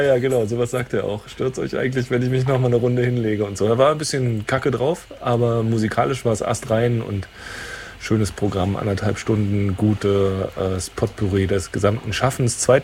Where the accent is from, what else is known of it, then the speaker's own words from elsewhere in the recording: United Kingdom; Also halt so ein bisschen wie als typischer Engländer, der Raum war voll mit einem Drittel ebenfalls aus Großbritannien stammender Menschen